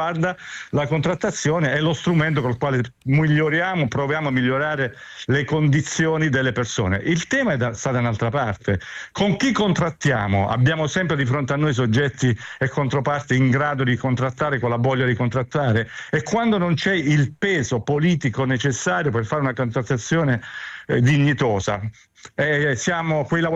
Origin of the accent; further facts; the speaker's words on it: Southern Italy, Italy; dalle mie parti, dal meridione